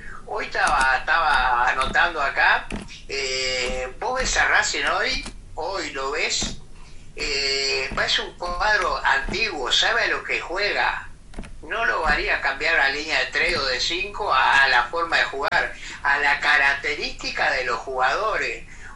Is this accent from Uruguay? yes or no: yes; Lascano, Rocha, Uruguay; moved away; yo soy de Lascano, de Rocha